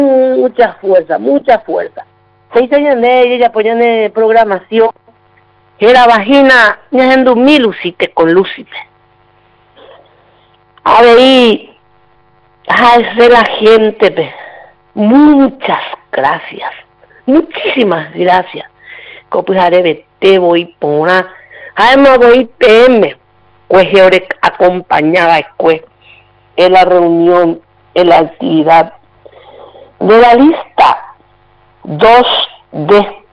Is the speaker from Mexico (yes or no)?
no; Paraguay; la zona donde yo estoy, la zona donde yo crecí, donde yo nací, donde trabajé, me jubilé, en la zona de Tacurutú, Marengo, Bacajún.